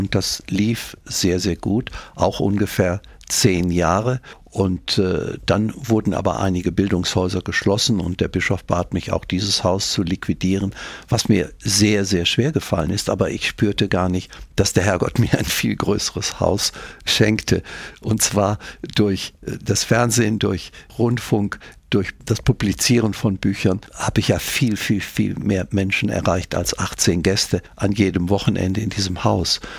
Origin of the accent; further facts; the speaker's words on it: Rheine, North Rhine-Westphalia, Germany; was ist der Ort, der am weitesten von meinem Heimatort Rheine im Münsterland entfernt ist, wo man noch Deutsch spricht.